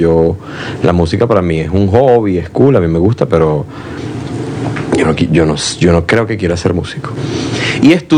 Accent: Caracas, Capital District, Venezuela; born there; Entonces, bueno, nosotros, mi hermano y yo nacemos acá. Mi mamá es de Falcón.

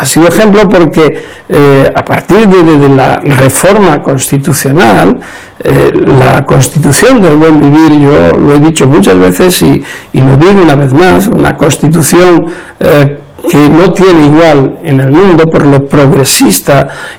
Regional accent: Spain; En mi país, en España

